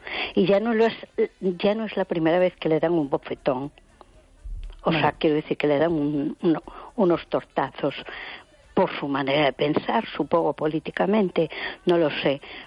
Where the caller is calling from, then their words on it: A Coruña, Galicia, Spain; de Coruña.